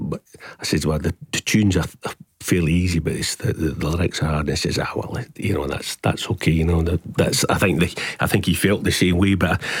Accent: Edinburgh, Scotland, United Kingdom; I said, I'm from Edinburgh.

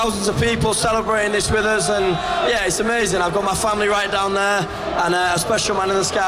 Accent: Hull, Yorkshire and the Humber, United Kingdom; to stand here as captain of my hometown club

